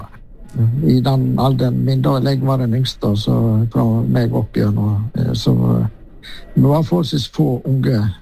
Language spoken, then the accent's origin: Norwegian; Kinsedal, Vestland, Norway; Ja, jeg vokste opp i Kinsedal, en lite grend på Sørsia, så lystringene kanskje ikke alle kjenner, men det var jo der jeg hadde min første år